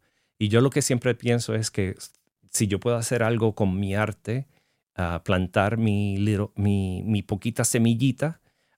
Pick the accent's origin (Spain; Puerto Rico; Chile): Puerto Rico; Hay muchas ventajas siendo puertorriqueños, porque somos territorio de Estados Unidos, pero tenemos también las desventajas de que, como no estamos unidos a los Estados Unidos, estamos en una isla en el Caribe